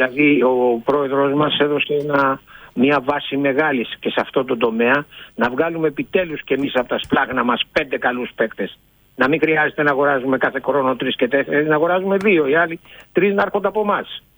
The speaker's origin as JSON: {"language": "Greek", "country": "Greece", "said": "Γιατί είμαι Έλληνας"}